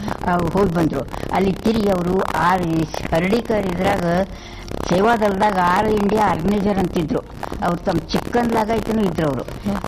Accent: Lakkundi, Karnataka, India; born there; ನಾನು ಹುಟ್ಟಿದ್ದು 1921 ಗದಗ ತಾಲೂಕು ಲಕ್ಕುಂಡಿಯಲ್ಲಿ.

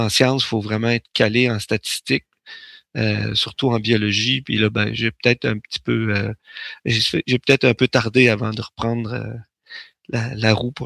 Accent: Quebec City, Quebec, Canada; also born or lived in Trois-Rivières; J'ai grandi à Québec. Moi, en fait, j'ai fait terminer mon bac à l'Université Laval à Québec.

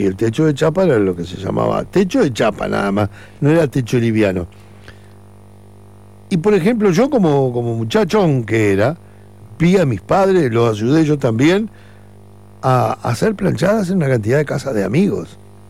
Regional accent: Uruguay; born there; Sí, yo nací acá en el Uruguay, acá, a 2 cuadras de la plaza, a 1 cuadra de la plaza.

